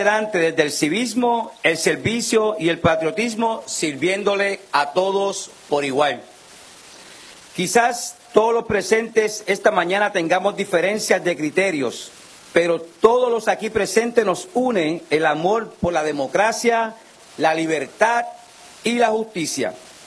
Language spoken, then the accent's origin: Spanish; Aguadilla, Puerto Rico